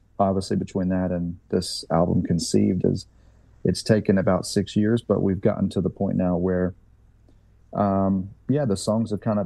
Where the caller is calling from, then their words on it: Cherokee, North Carolina, United States; Cherokee, North Carolina.